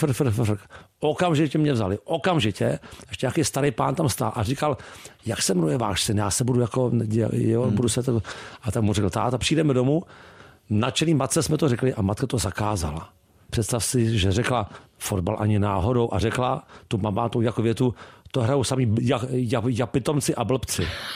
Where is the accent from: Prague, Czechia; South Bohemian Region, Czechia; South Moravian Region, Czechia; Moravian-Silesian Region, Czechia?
Prague, Czechia; born or raised there